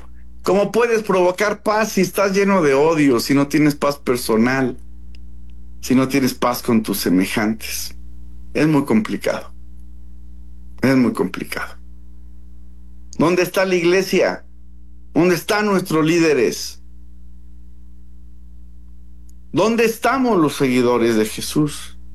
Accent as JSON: {"language": "Spanish", "country": "Mexico"}